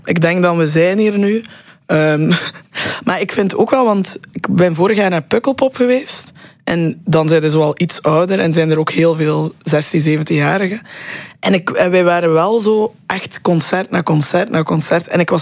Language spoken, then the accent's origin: Dutch; Roeselare, Flanders, Belgium; Ik kom ook van Roeselaar, dus heb daar geen grote concertzaal of zo.